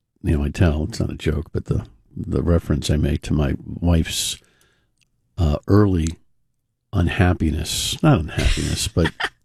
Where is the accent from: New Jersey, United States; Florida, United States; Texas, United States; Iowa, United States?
New Jersey, United States; Wayne; So I grew up in the Wayne area.